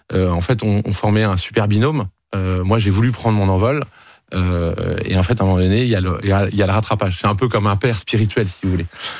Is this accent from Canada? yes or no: no; Normandy, France; moi, je suis natif de Normandie.